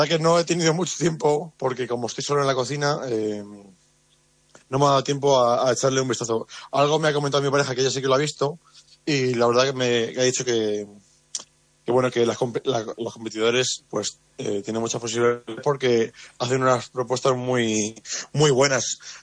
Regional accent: Chinchón, Community of Madrid, Spain; moved away as an adult; now in A Coruña, Spain; ni mi pareja ni yo somos de aquí. Ella es de Cáceres y yo soy de Chinchón, de Madrid. Y bueno, llegamos aquí a Coruña. Antes del COVID nos encantó Coruña y ya nos quedamos aquí a vivir.

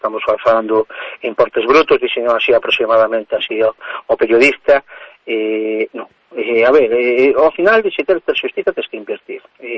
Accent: Carballo, Galicia, Spain; Salvo que somos de Carballo e arredores, como é o meu caso, que sí que queremos vivir na nosa zona

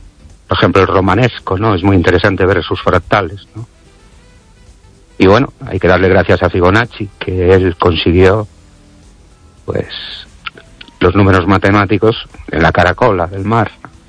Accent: Brens, Galicia, Spain; Buenas noches, Esther y oyentes … de Brens.

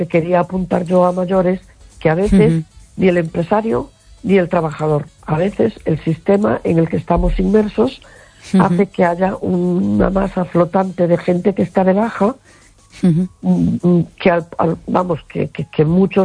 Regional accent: A Coruña, Galicia, Spain

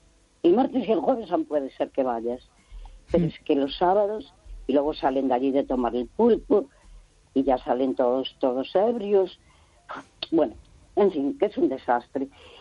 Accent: Santiago de Compostela, Galicia, Spain; Porque yo soy de Santiago de toda la vida, mi abuelo sí. De Santiago, mi bisabuelo, bueno, toda mi familia.

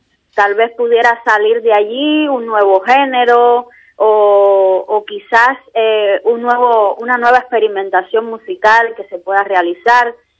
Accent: Sancti Spíritus, Cuba; moved away as an adult; now in Santiago de Compostela, Spain; allá también en la ciudad espirituana, porque soy del centro de Cuba.

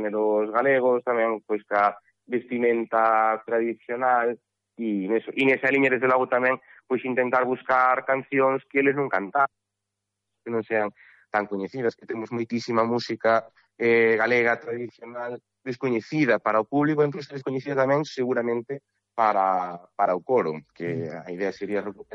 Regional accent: Carballo, Galicia, Spain; además eu son daqui de... pues son de Carballo, y por eso además me hace muchísima ilusión dirigir … aquí en Carballo tenemos una tradición muy grande de música tradicional galega

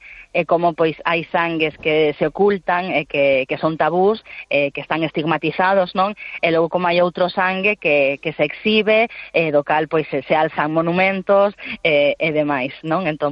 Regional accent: Galicia, Spain; a ver, nós tamén somos creadoras galegas, co cal sempre a nosa visión o facemos dende a nosa idiosincrasia

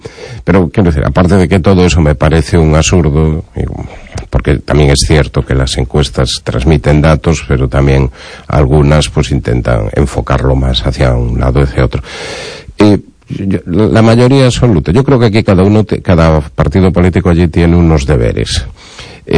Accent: Galicia, Spain; más importante somos los gallegos

